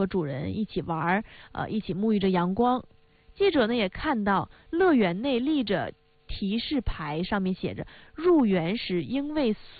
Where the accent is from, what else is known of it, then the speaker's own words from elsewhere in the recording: Northeast China, China; 我们东北话说犄角旮旯